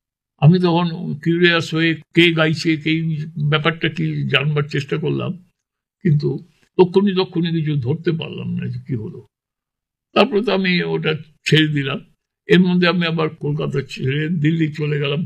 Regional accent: Kolkata, West Bengal, India; born there; তখন আমরা বউবাজার থেকে আমাদের বাড়ি শিফট করে শ্যামবাজারে চলে গেলাম।

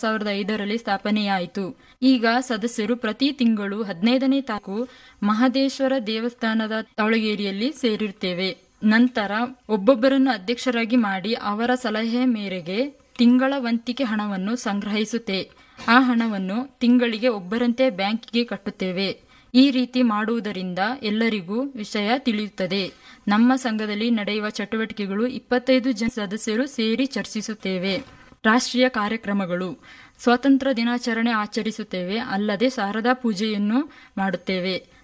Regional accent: Kodagu, Karnataka, India; ನಮ್ಮ ಜಿಲ್ಲೆ ಕೊಡಗು ದಕ್ಷಿಣ ಕಾಶಿ ಎಂದು ಕೀರ್ತಿ ಪಡೆದಿದೆ.

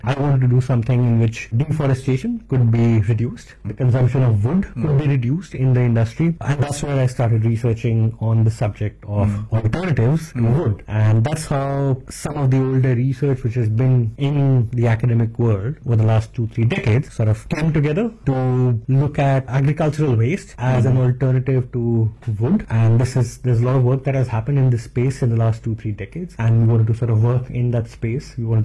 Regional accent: Delhi, India; The story behind is a long one. I grew up in Delhi.

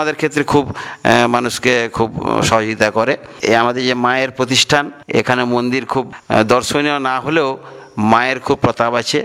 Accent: West Bengal, India; এখানে আমাদের কালুয়া আমরা যে গ্রামটা আমরা অতি সাধারণ বাসী আমরা আছি, বসবাস করে বেশিরভাগ সাধারণ মানুষ, এখানে 3টি পাড়া নিয়ে আমাদের মোটামুটি গ্রাম অবস্থিত, এর মধ্যে প্রায় 231টি প্রায় পরিবার আছে

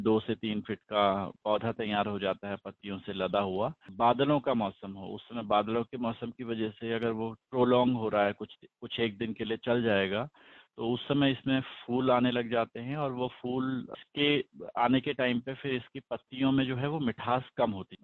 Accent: Haldwani, Uttarakhand, India; मैं उत्तराखंड के हल्द्वानी से बिलोंग करता हूँ

